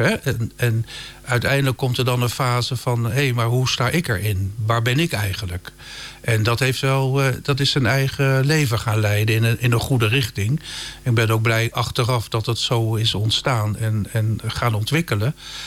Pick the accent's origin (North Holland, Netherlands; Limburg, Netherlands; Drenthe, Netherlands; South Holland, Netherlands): South Holland, Netherlands; Rotterdam; born or raised there